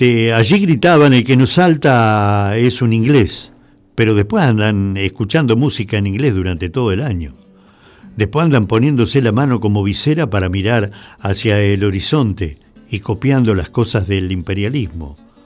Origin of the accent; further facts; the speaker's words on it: Argentina; somos argentinos